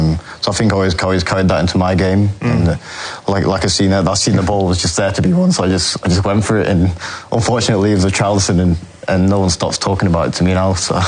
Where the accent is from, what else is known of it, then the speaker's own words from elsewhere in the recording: England, United Kingdom; now in New Zealand; Growing up in England, there was no one that really looked like me in school or in my team.